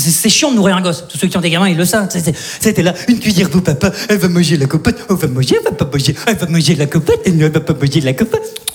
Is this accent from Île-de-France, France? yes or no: no; Saint-Etienne, Auvergne-Rhône-Alpes, France; Tu vois, moi, je viens de Saint-Etienne. Tu vois. Globalement, chez nous, t'as faim, tu prends une arbalète, tu vas chasser, ça s'arrête là, quoi.